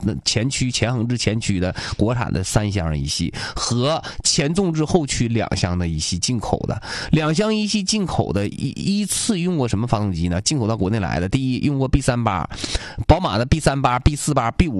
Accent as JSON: {"language": "Chinese", "country": "China", "said": "其实咱们中国人骨子里还是比较善战。"}